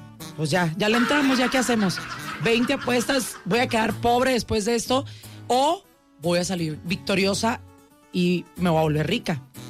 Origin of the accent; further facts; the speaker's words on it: Mazatlán, Sinaloa, Mexico; de Mazatlán, Sinaloa. No, ¿cuándo voy a andar haciendo menos yo mi pueblo si también hay gente que me ubica o me identifica únicamente por mi ciudad natal, ¿no? Por de donde soy, por el lugar en el que nací.